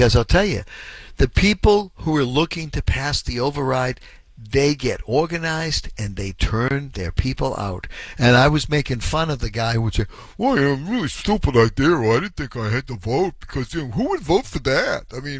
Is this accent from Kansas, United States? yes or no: no; Boston, Massachusetts, United States; I grew up in Reedville, Hyde Park.